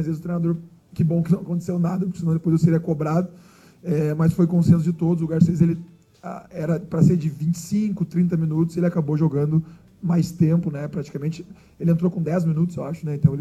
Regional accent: Southern Brazil, Brazil; sou lá do Sul

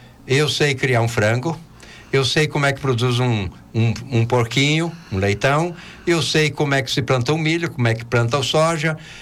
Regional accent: Concórdia, Santa Catarina, Brazil; eu sou de Concórdia. Sim. Nasci, me criei aqui nessa cidade que eu admiro e tenho um carinho todo especial. Tenho 6 irmãos que moram aqui

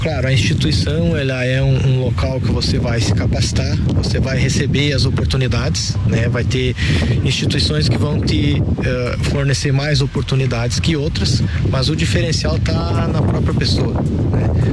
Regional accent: São Leopoldo, Rio Grande do Sul, Brazil; moved away as an adult; also born or lived in Vacaria; now in Ireland; Eu sou gaúcho, natural de São Leopoldo.

